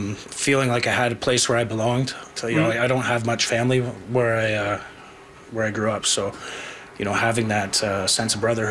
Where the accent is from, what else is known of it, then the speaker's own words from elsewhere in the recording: Webwood, Ontario, Canada; I grew up in Webwood.